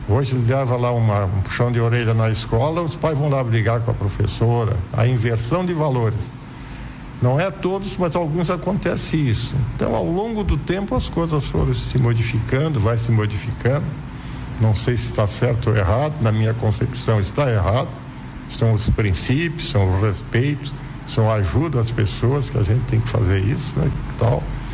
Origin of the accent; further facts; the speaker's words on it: Gravatal, Santa Catarina, Brazil; born there; Eu poderia dizer, nasci em Tubarão, porque eu digo, não, mas eu nasci em Gravatal, que é onde eu era o local hoje, até é Gravatal. Mas eu vim para cá com 13 anos aí, quer dizer.